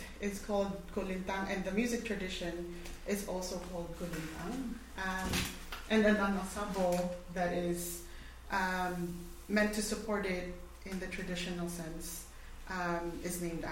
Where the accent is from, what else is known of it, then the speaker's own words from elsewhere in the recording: Philippines; and so I come from the Tagalog people, which is not where the instruments are from.